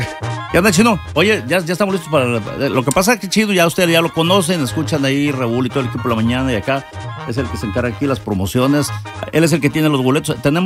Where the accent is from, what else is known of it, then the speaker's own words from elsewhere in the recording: Mexico; Lo voy a decir como mexicano. Disfruten como lo hacemos los mexicanos.